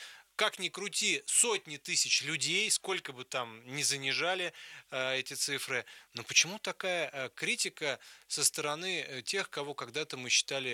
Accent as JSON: {"language": "Russian", "region": "Moscow", "country": "Russia", "said": "как москвичи"}